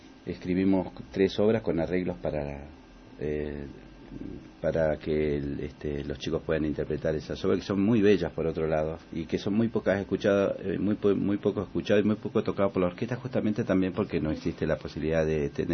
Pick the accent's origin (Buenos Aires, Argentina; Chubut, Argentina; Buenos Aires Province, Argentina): Chubut, Argentina; Trelew; En el caso nuestro, somos de Trelew